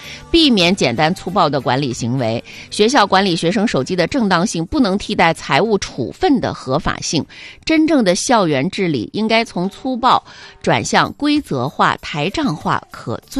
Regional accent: Northeast China, China; 骨关节呢，一直是咱们东北人哎特别绕不过去的一个坎儿

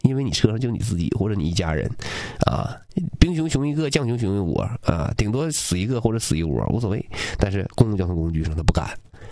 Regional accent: Liaoyuan, Jilin, China; 比如说我辽源人

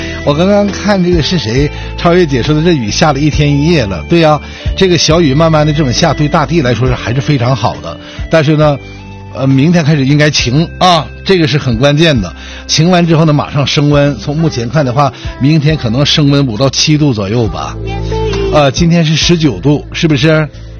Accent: Jilin, China; 其实作为我们吉林人来说的话

